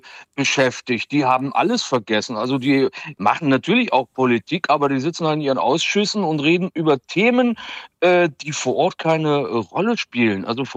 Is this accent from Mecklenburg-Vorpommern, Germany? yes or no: no; Sangerhausen, Saxony-Anhalt, Germany; also ich komme aus Sangerhausen, Mansfeld Südarzt, der älteste Landkreis der Bundesrepublik.